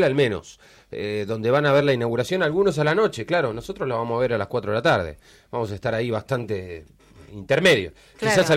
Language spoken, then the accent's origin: Spanish; Argentina